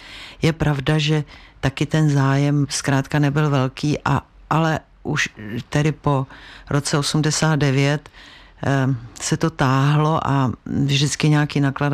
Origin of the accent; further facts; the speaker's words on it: Prague, Czechia; My jsme vyrůstali v Dejvicích na jednom dvoře.